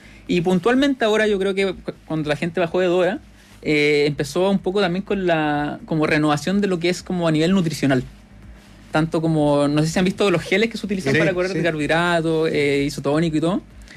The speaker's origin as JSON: {"language": "Spanish", "country": "Chile", "said": "ya a nivel como seleccionado chileno"}